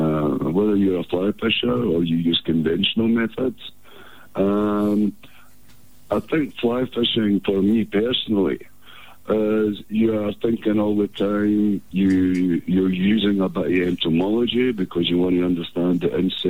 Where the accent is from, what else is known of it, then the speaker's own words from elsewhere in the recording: Scotland, United Kingdom; now in Dullstroom, South Africa; I'm actually from Scotland